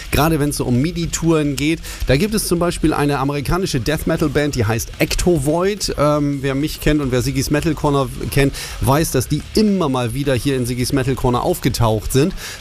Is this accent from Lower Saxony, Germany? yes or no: yes; Oldenburg, Lower Saxony, Germany; als Oldenburger ist das doof.